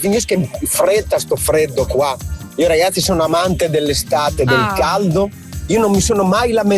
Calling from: Ferrara, Emilia-Romagna, Italy; da Ferrara

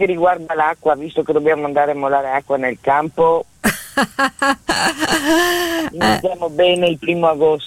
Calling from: Vigonovo, Friuli-Venezia Giulia, Italy; Io ti chiamo da Vigo Novo, in provincia di Pordenone.

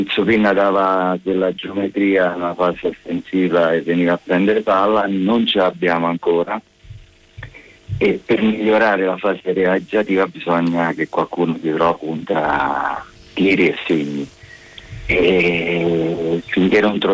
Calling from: Milan, Lombardy, Italy; anche sono milanese

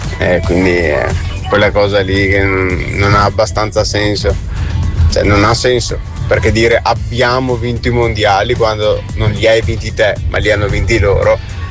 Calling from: Vicenza, Veneto, Italy; Sono di Vicenza io.

